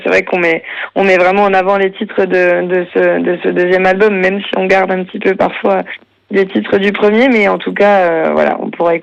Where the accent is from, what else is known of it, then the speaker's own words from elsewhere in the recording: Montbéliard, Bourgogne-Franche-Comté, France; de Montbéliard, en Franche-Comté.